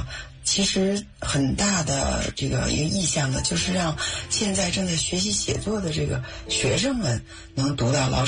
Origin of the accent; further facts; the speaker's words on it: Beijing, China; 作为一个北京人呢，通常有一个必须要扮演的角色，就是给来自外地的亲戚朋友介绍北京，做他们的向导。